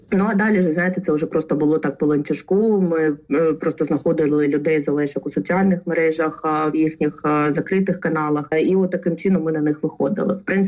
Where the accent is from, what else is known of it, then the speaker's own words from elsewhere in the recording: Makiivka, Donetsk Oblast, Ukraine; also born or lived in Mariupol; Родом з Донеччини, народилася я в місті Макіївка Донецької області, і, на жаль, з 14-го року моє місто окуповане росіянами.